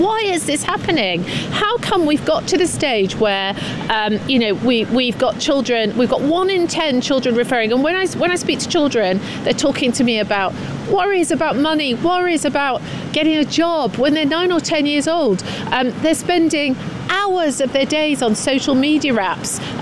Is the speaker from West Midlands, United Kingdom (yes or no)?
no; Scunthorpe, Yorkshire and the Humber, United Kingdom; I come from Scunthorpe. I want to see investment there. It was a great steel town